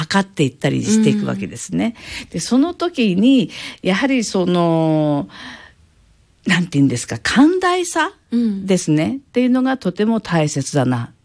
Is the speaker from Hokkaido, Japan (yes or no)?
yes; Hokkaido, Japan; born there; 言った通り私北海道生まれ、太平洋側ですよね、うん、日本側で海側で生活するっていうのは本当初めてなので